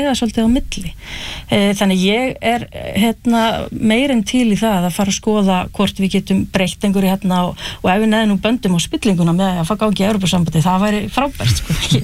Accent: Hrísey, Northeastern Region, Iceland; ég bara ólst upp í Hrísu og horfði á sjávarútveginn þar hrynja.

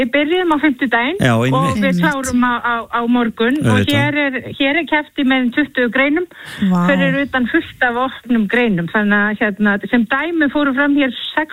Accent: Kópavogur, Capital Region, Iceland; Ég nú bara aln upp í íþróttarhreyfingunni í Kópavogi í fimleikahreyfingunni hjá Gesplu

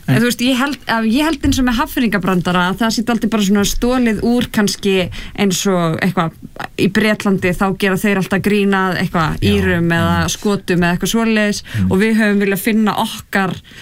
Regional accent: Hafnarfjörður, Capital Region, Iceland; af því við erum hvoru úr Hafnarfirði

